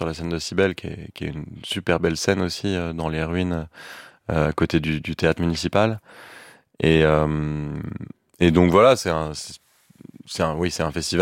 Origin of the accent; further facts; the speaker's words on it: Vienne, Auvergne-Rhône-Alpes, France; C'est une école surtout à Vienne, là où j'ai grandi, avec bien sûr mon père qui avait un Big Band, le … à l'époque